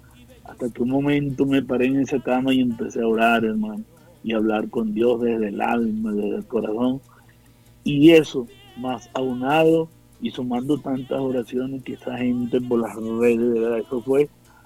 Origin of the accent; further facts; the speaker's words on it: Guárico, Venezuela; cada vez que yo canto esa canción de los valles de Altagracia, de mi tierra, con orgullo, guariqueño